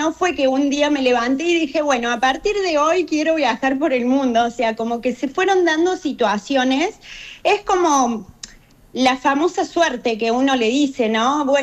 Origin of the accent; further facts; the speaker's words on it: Unquillo, Córdoba, Argentina; born there; nosotros somos de Córdoba capital, nos venimos para un quillo cuando yo tenía unos 3, 4 años